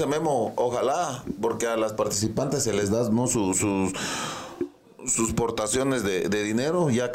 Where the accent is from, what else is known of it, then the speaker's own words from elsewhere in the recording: Mexico; como mexicanos nos gustaría que esto le diera una buena inversión